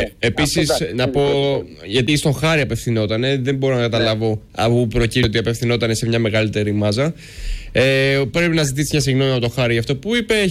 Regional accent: Edessa, Central Macedonia, Greece; εγώ κατάγομαι από την Έδεσα που είναι δίπλα στη Θεσσαλονίκη

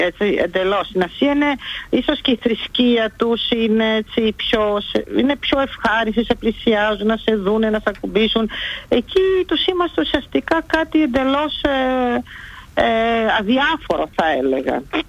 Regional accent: Greece; επειδή είμαι Ελληνίδα

